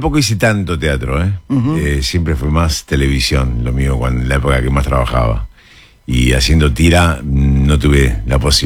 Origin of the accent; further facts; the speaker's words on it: Rosario, Santa Fe, Argentina; moved away as an adult; also born or lived in Buenos Aires; Soy rosarino, sí. Uh-huh. Nací allá y cuando terminé secundaria, el colegio secundario, me fui a Buenos Aires.